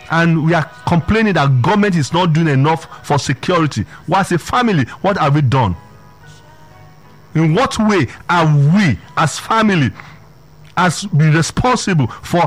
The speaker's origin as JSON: {"language": "English", "region": "Lagos", "country": "Nigeria", "tie": "born or raised there", "said": "I grew up in Ajegunle, Olodia Papa. At that point, that's where pickpockets were rampant."}